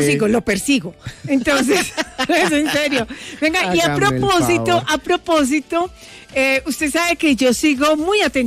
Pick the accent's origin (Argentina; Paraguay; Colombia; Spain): Colombia; Armenia, Quindío; Porque esto es de no creer y yo le dije a Germán Sastre que esto me parecía increíble, sobre todo porque es cercano. Apareció un puma en Armenia.